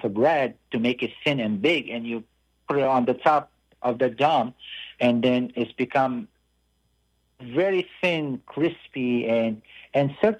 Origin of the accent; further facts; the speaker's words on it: Beirut, Beirut Governorate, Lebanon; now in New Orleans, United States; I'm from Lebanon, Beirut.